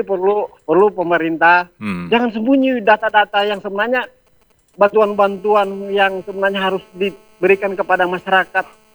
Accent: Airmadidi, North Sulawesi, Indonesia; Walaupun saya Kancingan, saya asli Air Madi, saya lahir di Air Madi.

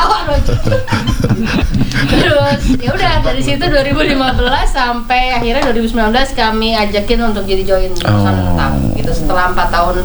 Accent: Jakarta, Indonesia; Saya sebenarnya orang tua saya Jawa Tengah tapi saya dari kecil di Jakarta.

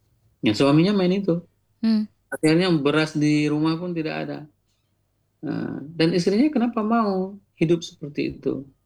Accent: Aceh, Indonesia; moved away; saya juga orang Sawang

